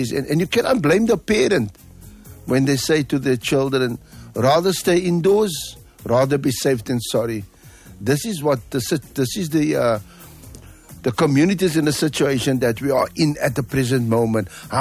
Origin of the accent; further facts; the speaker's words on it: Cape Town, Western Cape, South Africa; also born or lived in Claremont, Cape Town; I grew up in Grassy Park, born in Claremont and then moved to Grassy Park.